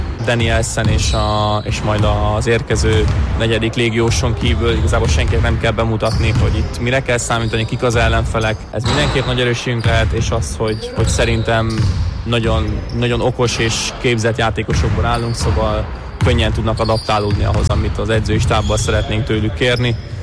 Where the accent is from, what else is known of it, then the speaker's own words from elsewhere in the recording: Pécs, Baranya, Hungary; moved away as an adult; now in Paks, Hungary; Sziasztok, én Pécsről származom